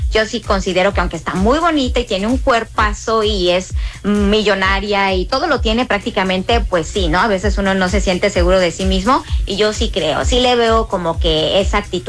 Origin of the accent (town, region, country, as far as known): Mexico